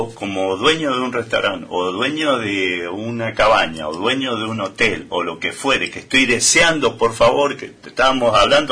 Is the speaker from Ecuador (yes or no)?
no; Malargüe, Mendoza, Argentina; que somos de Malargüe